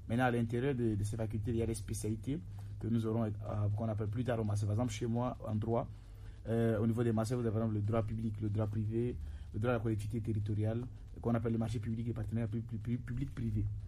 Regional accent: Chad; moved away as an adult; now in Togo; Je viens du Tchad, donc je suis tchadien.

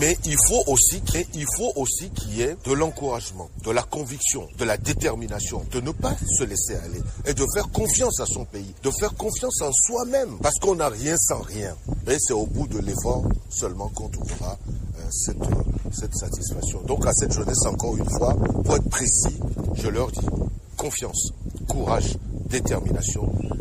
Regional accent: Togo

